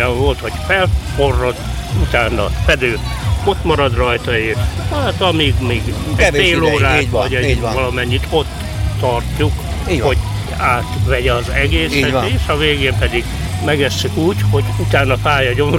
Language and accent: Hungarian; Petneháza, Szabolcs-Szatmár-Bereg, Hungary; born there; hogy szabolcsi töltött káposztát, és hogy hát még Petnaházán is volt, ahol én születtem, hát már majdnem rokonok lettünk.